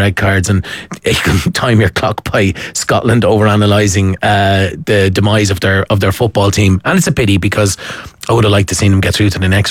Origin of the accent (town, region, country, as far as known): Ireland